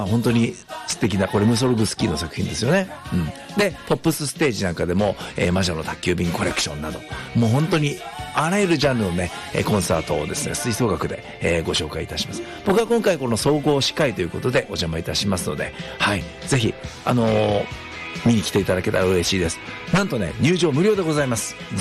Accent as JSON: {"language": "Japanese", "town": "Towada", "region": "Aomori", "country": "Japan", "tie": "born or raised there", "moved": "yes", "said": "青森県十和田市でね、僕のふるさとで"}